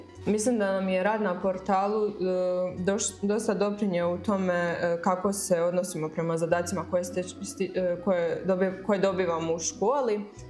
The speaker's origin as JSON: {"language": "Croatian", "country": "Croatia", "tie": "born or raised there", "said": "ta ljubav prema odvorcima, jer to je i moj rodni kraj"}